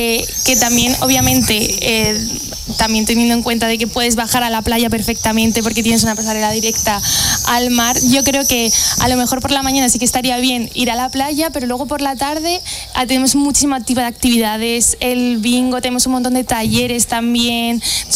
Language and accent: Spanish; Madrid, Community of Madrid, Spain